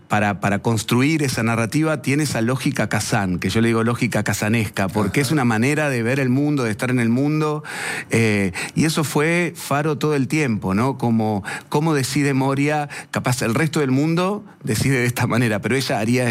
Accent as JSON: {"language": "Spanish", "town": "Carmen de Patagones", "region": "Buenos Aires Province", "country": "Argentina", "tie": "born or raised there", "said": "yo soy oriundo de Carmen de Patagones."}